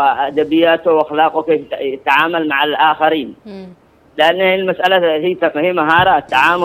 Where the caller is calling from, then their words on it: Aden, Yemen; وكل القيادات الموجودة عندنا في عدن،